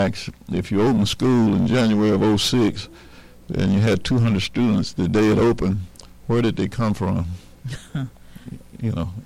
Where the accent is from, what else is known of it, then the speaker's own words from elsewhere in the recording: Coldwater, Mississippi, United States; My hometown's Coldwater. I finished high school in 1971.